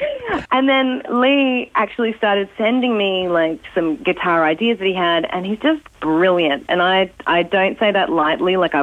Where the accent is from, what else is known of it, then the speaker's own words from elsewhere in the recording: Tasmania, Australia; And so, especially because I grew up in Tassie and I had big dreams